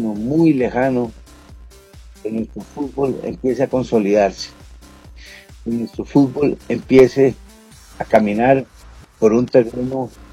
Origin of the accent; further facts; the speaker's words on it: Costa Rica; en Costa Rica creamos que un jugador de 23, de 24 años, entre los 21 y los 24 años es joven.